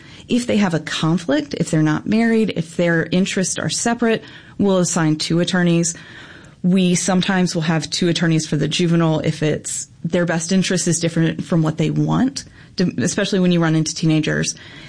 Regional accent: Virginia, United States; to do an internship after my sophomore year of college with the Family Services Unit in Virginia, in my hometown.

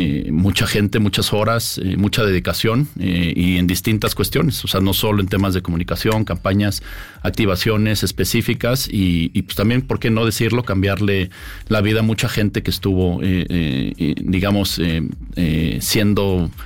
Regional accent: Mexico

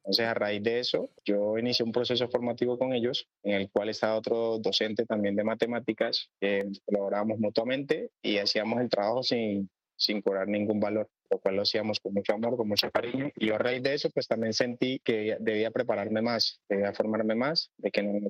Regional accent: Nariño, Colombia; moved away; Porque yo tenía un negocio en Bocate Satín en Nariño, que es la tierra de donde soy

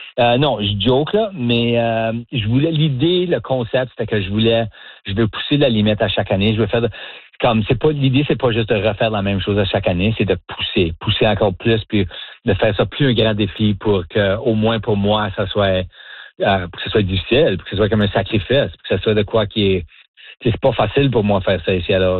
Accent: Marchand, Manitoba, Canada; now in Saint-Boniface, Canada; Moi, je suis Manitobain, franco-manitobain. Alors, originaire de Marchand, dans le coin sud-est, puis là, j'habite à Saint-Boniface.

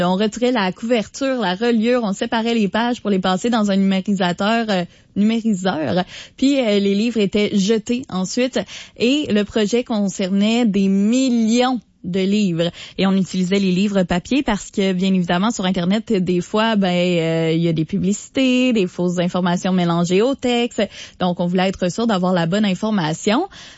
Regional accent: Quebec, Canada; ici chez nous au Québec.

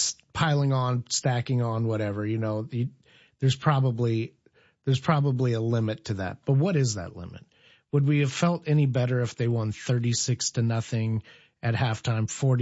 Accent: Decatur, Illinois, United States

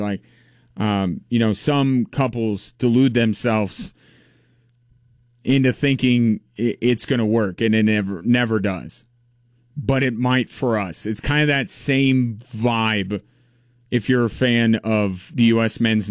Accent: United States; I am American.

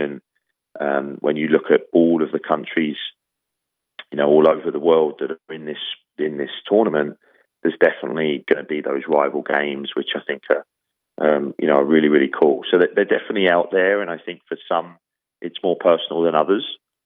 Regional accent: England, United Kingdom; if I was to put myself in the position, you know, as an Englishman, you know, we have a great rivalry against the Germans.

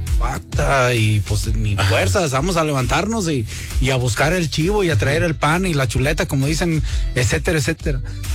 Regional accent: Mexico; nos identifica como mexicanos

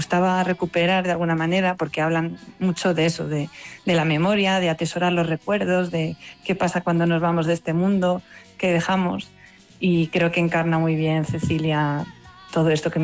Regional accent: Cuenca, Castilla-La Mancha, Spain; a los conquenses pues nos dan mucha rabia.

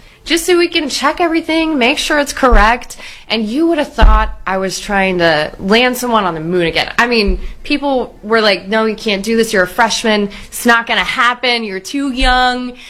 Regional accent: Round Rock, Texas, United States; So I grew up in Round Rock. That's where I represent.

